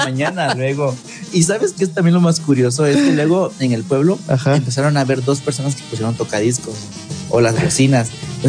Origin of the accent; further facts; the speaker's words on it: Villa Hidalgo, Costa Chica, Mexico; born there; de Villa Hidalgo. La verdad, tanto a mi pueblo como a otros pueblos, y como es la Costa Chica